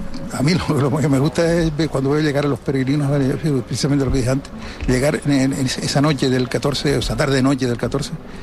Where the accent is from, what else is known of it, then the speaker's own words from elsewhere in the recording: El Escobonal, Canary Islands, Spain; born there; por el Escobonal, que es donde yo nací